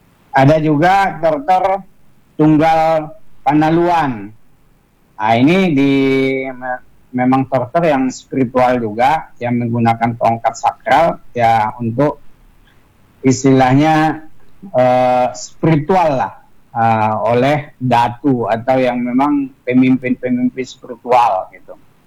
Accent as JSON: {"language": "Indonesian", "region": "North Sumatra", "country": "Indonesia", "tie": "born or raised there", "said": "Sumatera Utara, kalau di kampung saya itu kan daerah sawit. Daerah sawit itu."}